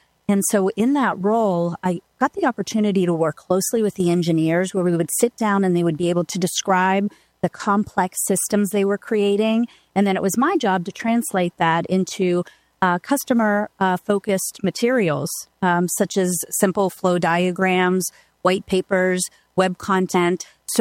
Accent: Pittsburgh, Pennsylvania, United States; moved away as an adult; now in Tampa Bay area, United States; So I'm originally from Pittsburgh.

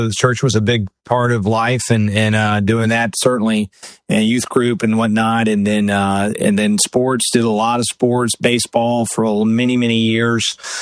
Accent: Jacksonville, Florida, United States; also born or lived in Atlanta / Merritt Island, Florida / Vero Beach, Florida; then we traveled, live in Merritt Island, Florida, Vero Beach, Florida, then Jacksonville, Florida, and put roots down really in Jacksonville, where I would say I grew up from second grade all the way through high school

